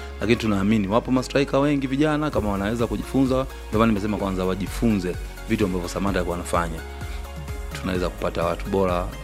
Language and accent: Swahili; Tanzania; Mimi kwangu kwanza kama Mtanzania